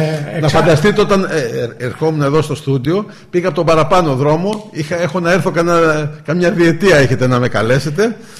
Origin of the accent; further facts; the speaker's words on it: Thebes, Central Greece, Greece; Αγαπάμε τη Θήβα μας